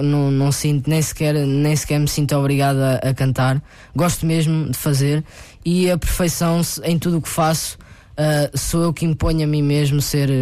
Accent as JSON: {"language": "Portuguese", "town": "Chamusca", "region": "Santarém", "country": "Portugal", "said": "É um fado da minha terra, da Chamusca"}